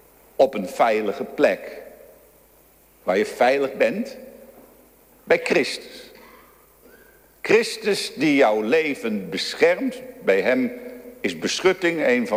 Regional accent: Amsterdam, North Holland, Netherlands; ik ben een Amsterdamse jongen. En in de stad wonend

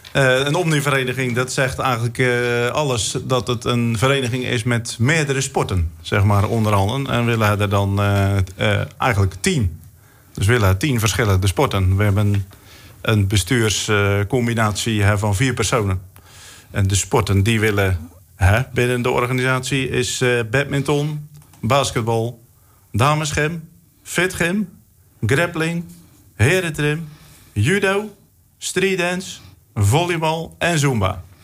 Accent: Ouddorp, South Holland, Netherlands; Ik ben eigenlijk geboren en getogen in Ouddorp.

